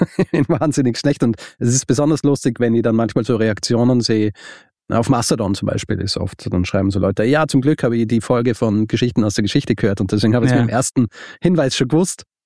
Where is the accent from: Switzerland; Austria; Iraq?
Austria; Genau, kein Radio, und ich bin Österreicher